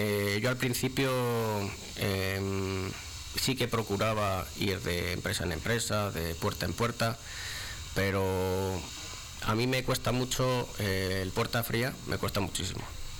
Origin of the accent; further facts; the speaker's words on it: Santa María, Castile and León, Spain; porque somos todos amigos de Santa María.